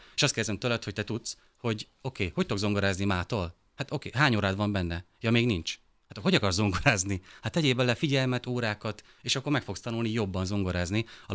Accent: Szabolcs-Szatmár-Bereg, Hungary; én Szabolcsi vagyok

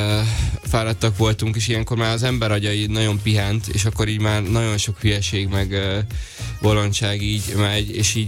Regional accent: Debrecen, Hajdú-Bihar, Hungary; Így van, szülővárosomból.

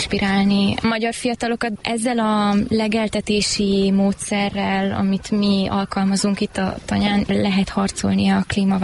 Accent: Oradea, Bihor, Romania; moved away as an adult; also born or lived in Somogy; now in Hungary; Nagyváradon nőttem fel, ott töltöttem egész életemet

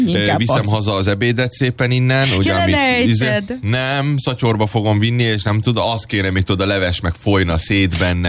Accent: Budapest, Hungary; nem ott nőttem fel Újpesten, de 8-ban éltem sokat.

